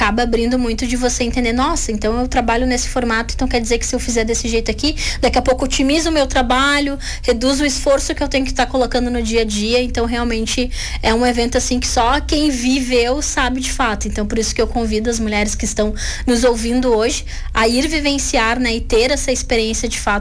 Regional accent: Rio Grande do Sul, Brazil; now in Lages, Brazil; eu sou gaúcha.

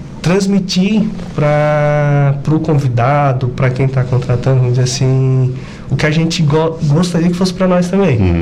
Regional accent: Araranguá, Santa Catarina, Brazil; eu sou natural de Aranaguá mesmo, né? Tenho 39 anos

